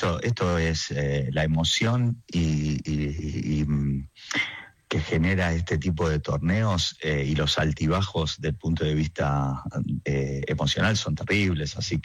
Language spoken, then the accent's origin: Spanish; Argentina; nosotros la verdad que estamos acostumbrados como argentinos en todo a arreglarlo con lo que hay, ¿viste?